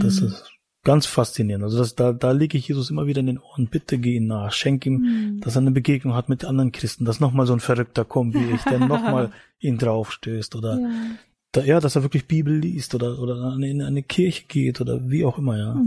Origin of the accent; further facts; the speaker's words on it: East Germany, Germany; ich bin ein Ostdeutscher, und da war Glaube nicht so das Thema